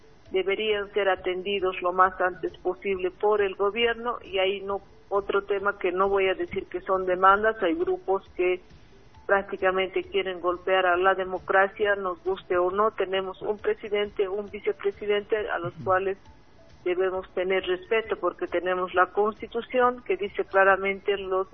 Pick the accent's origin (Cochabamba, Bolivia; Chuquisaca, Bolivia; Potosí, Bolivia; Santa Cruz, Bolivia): Chuquisaca, Bolivia; Yo, como chuquisaqueña